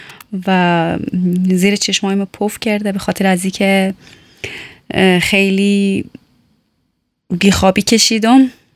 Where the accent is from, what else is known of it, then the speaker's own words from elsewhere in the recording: Tehran, Tehran Province, Iran; چون همیشه گفتم متولد ایران هستم، خودم در کوچه پس کوچه های تهران میدیدم و سرگرم بازی و شیطنت و راه مدرسه